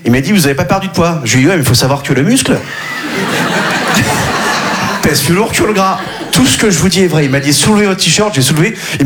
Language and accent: French; Quimperlé, Brittany, France; déjà là d'où je viens à Quimperlé, on n'avait pas les sports cool.